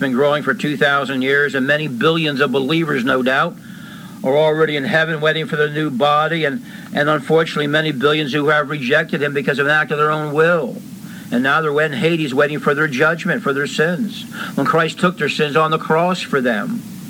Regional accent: Bethlehem, Pennsylvania, United States; And I'm here from Bethlehem, Pennsylvania, the house of bread, to proclaim the bread of life.

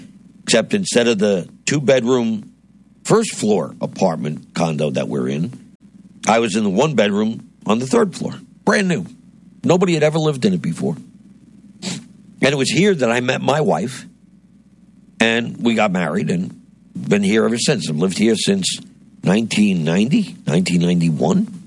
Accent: Ridgefield Park, New Jersey, United States; also born or lived in Atlanta, Georgia; now in North Bergen, United States; So I grew up in Ridgefield Park, New Jersey, from 1966.

